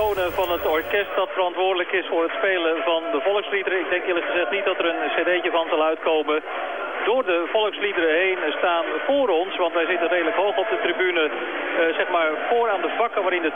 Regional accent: Netherlands; Wij hebben als Nederlander, zoals wij zijn, nooit zo'n hoge pet op van alles wat een pet draagt, politie of leger of noem maar op.

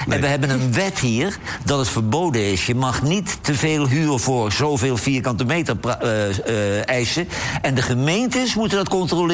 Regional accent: Heteren, Gelderland, Netherlands; ik kom uit die regio, want ik kom uit Heteren. Dat ligt er niet zo ver vandaan.

